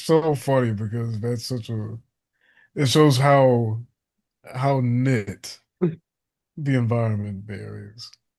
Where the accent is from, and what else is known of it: Richmond, Virginia, United States; born or raised there